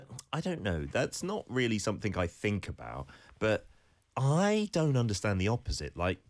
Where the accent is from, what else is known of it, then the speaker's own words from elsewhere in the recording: United Kingdom; I am, what can I say? I'm a British gentleman.